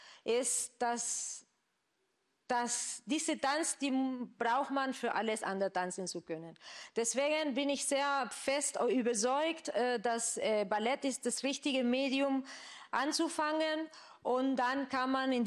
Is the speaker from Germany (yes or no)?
no; Argentina; German is a second language; ich komme aus Argentinien. Und in Argentinien, Tango ist unser Nationaltanz.